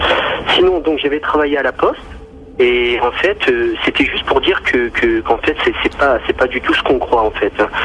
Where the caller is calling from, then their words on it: Argenteuil, Île-de-France, France; J'habite à Argenteuil.